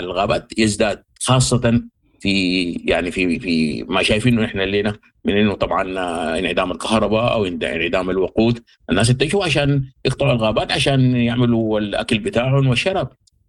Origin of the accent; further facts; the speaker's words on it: Sudan; فنحن دورنا كبير كسودانيين